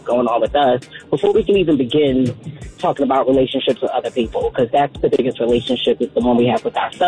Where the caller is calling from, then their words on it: Durham, North Carolina, United States; calling from Durham, North Carolina.